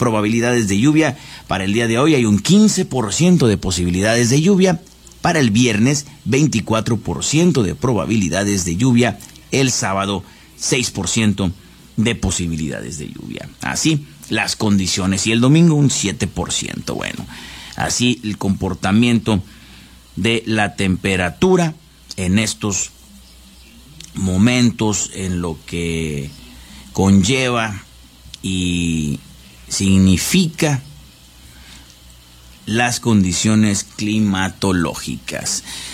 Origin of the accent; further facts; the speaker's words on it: Mexico; a como somos los mexicanos